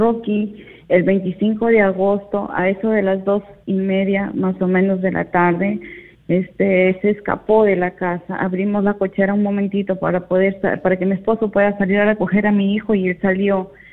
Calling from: Trujillo, La Libertad, Peru; Yo vivo en Natasha Alta, sí, por la Corte

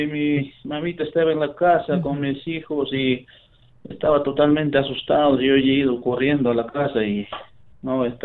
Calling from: Chipao, Ayacucho, Peru; Estoy llamando de acá del distrito de Chipao, provincia Lucanas, departamento Ayacucho. Mi vivienda se encuentra en Avenida Cuba, sin número.

